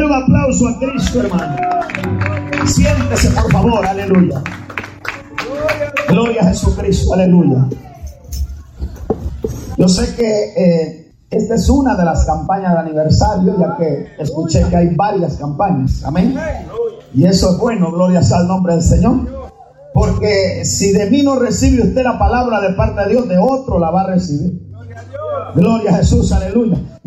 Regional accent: Guatemala; Yo estoy revuelto con hondureños, cubanos. Yo sigo diciendo que soy de Guatemala, pero ya no se me oye igual, hermano.

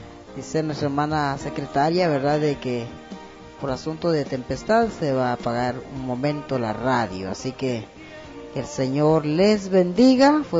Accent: El Tumbador, San Marcos, Guatemala; now in San Pablo, Guatemala; Y pues nosotros estamos en el sector El Trébol de San Pablo, San Marcos. Pues somos originarios del Plan de la Gloria, El Tumbador.

